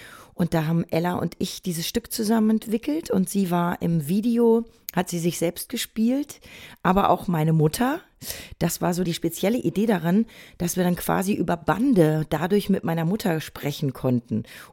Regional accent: Bad Salzuflen, North Rhine-Westphalia, Germany; now in Berlin, Germany; in meiner Kindheit und Jugend in Bad Salzuflen, in so einer Kleinstadt, da gibt's ja auch nicht so viele Angebote

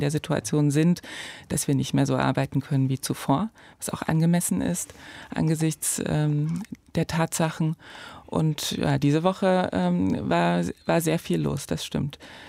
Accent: Frohburg, Saxony, Germany; Das Krankenhaus steht in Borna, aber aufgewachsen bin ich in Frohburg.

